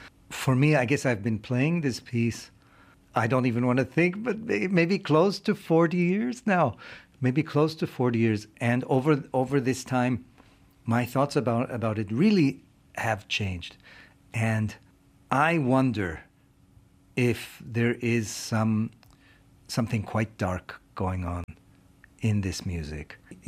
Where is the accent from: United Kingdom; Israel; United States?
Israel; And so growing up in Israel, you know, once a week you would see my dad on TV